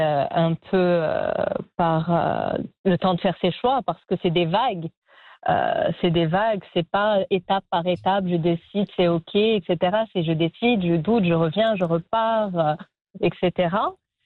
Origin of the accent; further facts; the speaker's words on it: Annecy, Auvergne-Rhône-Alpes, France; moved away; En plus, je venais de France, oui, mais d'Annecy